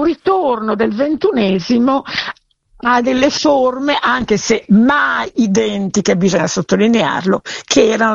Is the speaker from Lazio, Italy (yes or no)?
no; Milan, Lombardy, Italy; essendo milanese